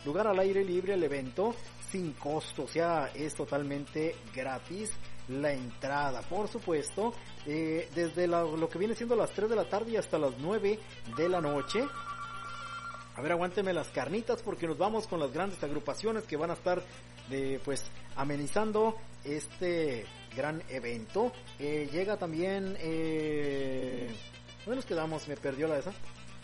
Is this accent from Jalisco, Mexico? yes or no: no; Cerro Colorado, Sonora, Mexico; moved away; de La Única Mexicana, 100.3, originario del merito Cerro Colorado, Sonora, Baja California.